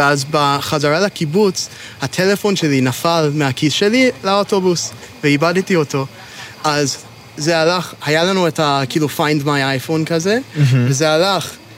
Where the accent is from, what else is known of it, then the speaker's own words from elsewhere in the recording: Toronto, Ontario, Canada; Hebrew is a second language; now in Kibbutz Lavi, Israel; אבל במקור אני מצפון אמריקה, מקנדה.